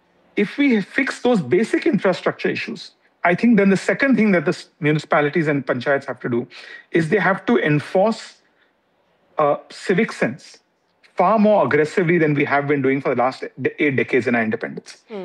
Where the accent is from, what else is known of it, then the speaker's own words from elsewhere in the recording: India; India, sadly, and I say this sadly as an Indian, as a citizen first, and as a politician next